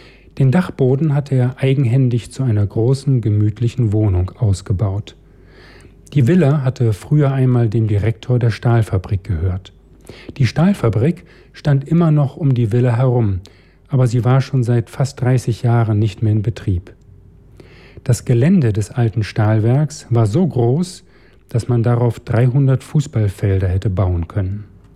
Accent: Duisburg, North Rhine-Westphalia, Germany; Ich bin im Ruhrgebiet aufgewachsen, Duisburg, und da gibt es sehr, sehr viele stillgelegte Industriegebiete, Kohlezechen, Stahlwerke und andere Orte.

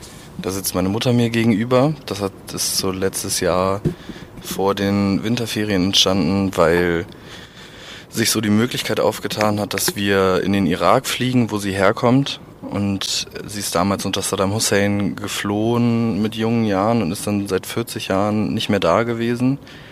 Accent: Hamburg, Germany; ich komme aus Hamburg, bin 21 Jahre alt und studiere jetzt im zweiten Semester Medienkunst an der HGB.

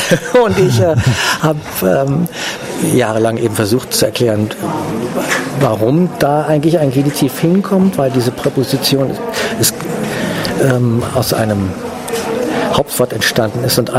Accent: Northern Germany, Germany; bei uns in Norddeutschland sagen jetzt alle Moin zur Begrüßung.

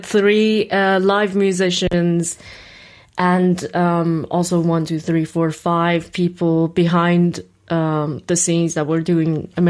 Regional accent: Iran; now in Halle, Germany; Like, so I live in Halle, right? And I'm from Iran, and I used to do theater back in Iran as a child growing up.

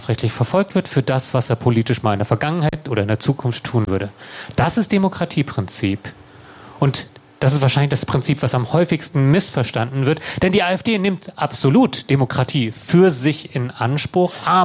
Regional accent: South Korea; now in Germany; Ich bin Deutscher. Ich war mal Koreaner. Ich bin deutscher Staatsbürger. Keine Doppelstaatsbürgerschaft gibt's.

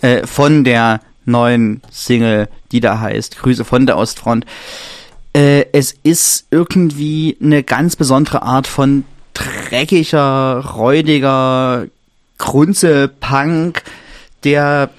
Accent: Dresden, Saxony, Germany; Ich komme aus Dresden.

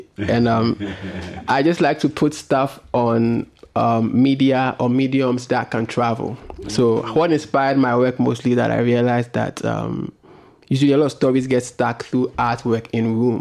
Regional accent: Accra, Greater Accra, Ghana; I'm an artist from Ghana. I live mainly in Accra.

